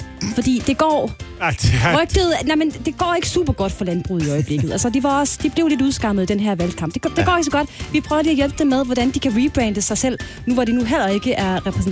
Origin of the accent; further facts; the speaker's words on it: Hoftrup, Jutland, Denmark; Jeg voksede op i Hoftrup.